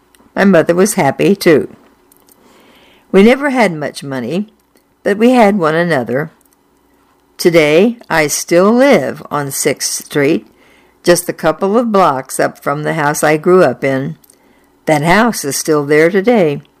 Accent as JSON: {"language": "English", "region": "Indiana", "country": "United States", "tie": "born or raised there", "said": "And I enjoyed reading this story because I was born and raised in Indiana, and I knew all these towns that were written here"}